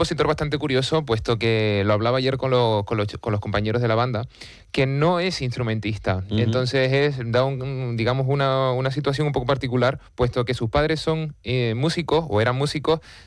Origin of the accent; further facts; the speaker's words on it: Los Realejos, Canary Islands, Spain; soy de Los Realejos.